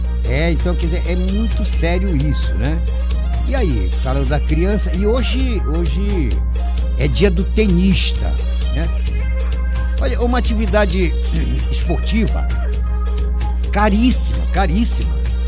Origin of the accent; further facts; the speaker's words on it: Brazil; Nós, como brasileiros